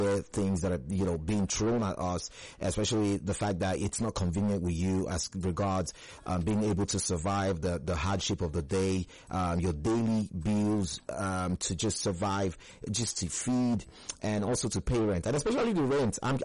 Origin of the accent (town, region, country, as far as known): Nigeria